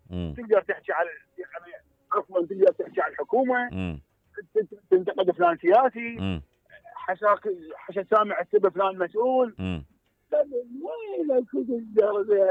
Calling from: Iraq

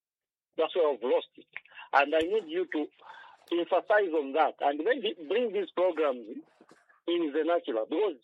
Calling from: Lusaka, Lusaka Province, Zambia

